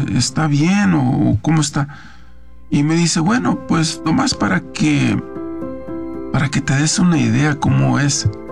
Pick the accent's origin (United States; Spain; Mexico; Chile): Mexico; moved away; estamos los mexicanos